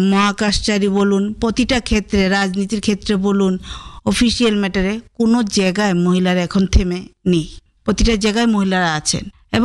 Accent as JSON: {"language": "Bangla", "country": "India", "said": "আমাদের ভারত সরকার"}